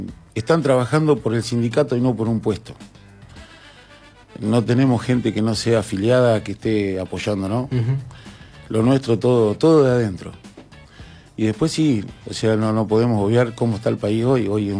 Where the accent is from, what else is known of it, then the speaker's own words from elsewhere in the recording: Argentina; somos argentinos.